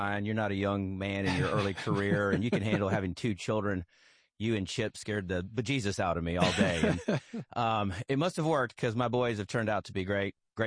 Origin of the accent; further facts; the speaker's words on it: Denver, Colorado, United States; born there; I was actually born in Denver, Colorado.